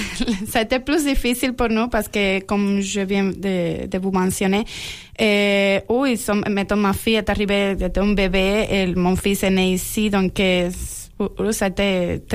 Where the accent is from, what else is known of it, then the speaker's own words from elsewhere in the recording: Cuba; moved away as an adult; now in Beauce, Canada; Je viens de Cuba.